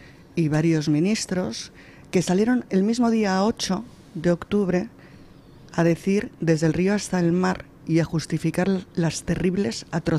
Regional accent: Spain

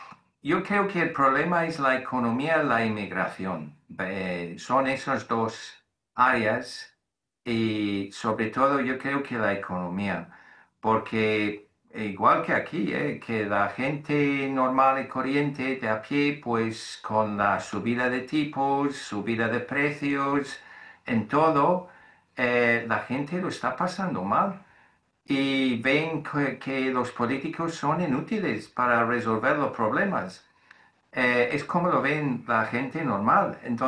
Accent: United Kingdom; now in Spain; las elecciones que se celebró el jueves pasado en mi país eran locales en Inglaterra y en Gales y Escocia eran autonómicas.

